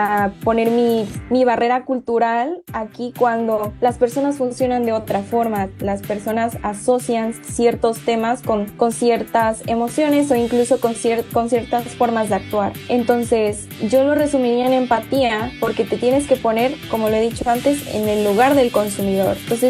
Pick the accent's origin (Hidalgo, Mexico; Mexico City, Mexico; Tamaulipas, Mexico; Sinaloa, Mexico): Hidalgo, Mexico; Huejutla de Reyes; moved away; siendo mexicana, siendo huejutlense